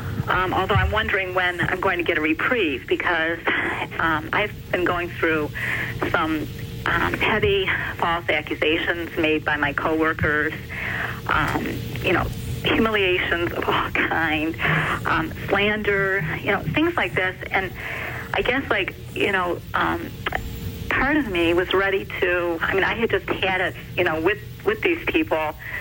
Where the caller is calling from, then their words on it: Livonia, Michigan, United States; I'm calling from Livonia, Michigan